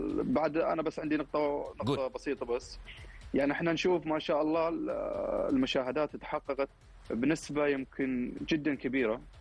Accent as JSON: {"language": "Arabic", "country": "Saudi Arabia"}